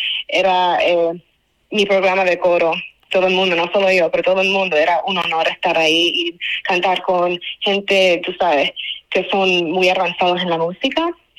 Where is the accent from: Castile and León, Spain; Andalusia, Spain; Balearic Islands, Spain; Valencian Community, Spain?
Valencian Community, Spain; Alicante; Bueno, yo nací en España, yo nací en Alicante, pero mis dos padres son cubanos.